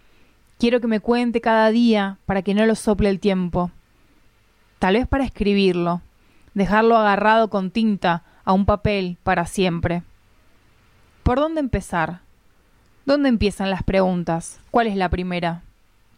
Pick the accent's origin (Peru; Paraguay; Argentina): Argentina; born or raised there